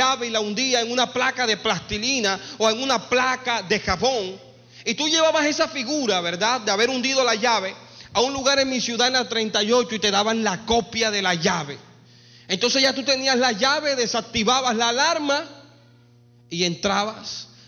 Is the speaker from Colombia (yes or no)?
yes; Colombia